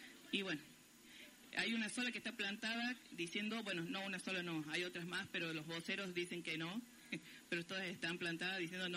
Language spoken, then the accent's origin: Spanish; Catamarca, Argentina; yo vengo de Catamarca